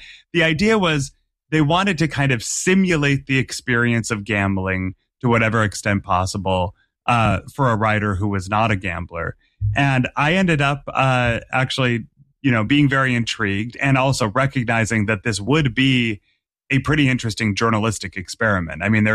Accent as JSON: {"language": "English", "region": "Massachusetts", "country": "United States", "tie": "born or raised there"}